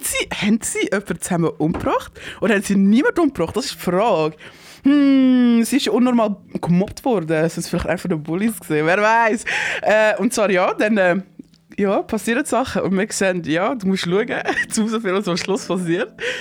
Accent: Tunceli Province, Turkey; als ein Kurdin, der nicht so viel von Kultur leider mitbekommen hat. Es ist sehr interesting, wenn sie über so, wie der eine ist vom gleichen Dorf, glaube ich, wie ich. Dersim, let's go, Dersim, up.

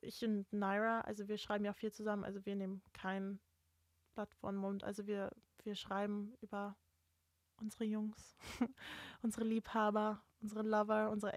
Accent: Switzerland; now in United Kingdom; ich bin ja deutsche Griechin, aufgewachsen in der Schweiz, lebt jetzt in England.

